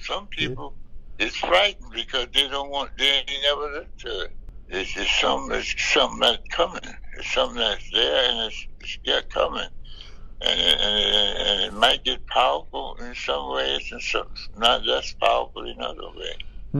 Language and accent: English; South Carolina, United States; now in Pittsburgh, United States; First I came from South Carolina. I'm at the Pittsburgh.